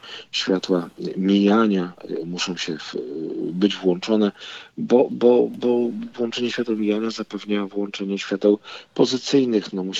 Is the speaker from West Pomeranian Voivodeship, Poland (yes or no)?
yes; Świnoujście, West Pomeranian Voivodeship, Poland; ja wychowałem się w Świnoujściu